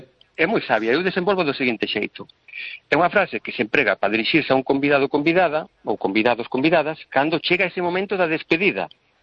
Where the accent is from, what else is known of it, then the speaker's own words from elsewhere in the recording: Galicia, Spain; E como galego consideramos que é de moito valor, pois evidentemente está nesa arca.